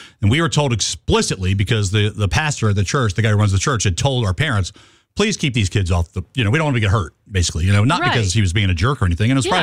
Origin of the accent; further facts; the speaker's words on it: Maryland, United States; When I grew up in Maryland